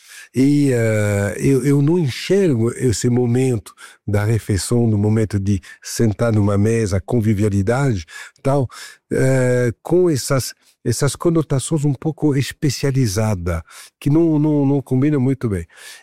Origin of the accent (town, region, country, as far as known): Paris, Île-de-France, France; born or raised there; now in São Paulo, Brazil